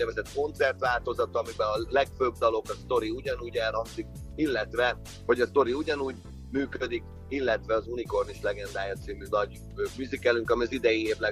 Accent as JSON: {"language": "Hungarian", "town": "Veszprém", "region": "Veszprém County", "country": "Hungary", "tie": "born or raised there", "also_born_or_lived": "Pápa", "said": "Én veszprémi fiú vagyok, és Balaton-Almádi hegyoldalba tanultam meg lovagolni."}